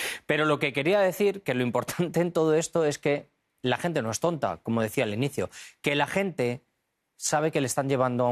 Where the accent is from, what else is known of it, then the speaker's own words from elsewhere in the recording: Spain; Se lo digo como europeo, como español